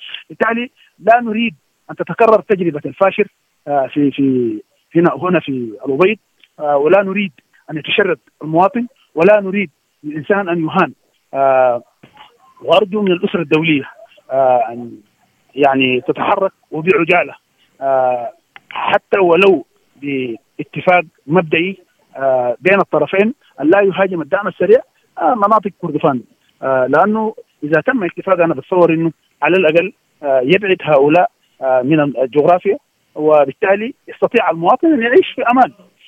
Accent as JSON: {"language": "Arabic", "country": "Sudan", "said": "بالنسبة لنا كسودانيين"}